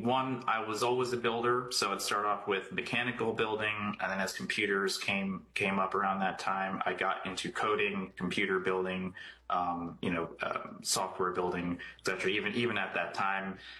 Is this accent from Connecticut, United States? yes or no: no; New Jersey, United States; So I grew up in Central Jersey